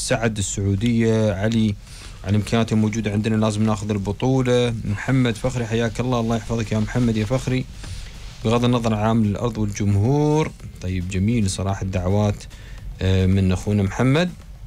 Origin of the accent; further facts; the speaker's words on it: Iraq; أنا كردي من العراق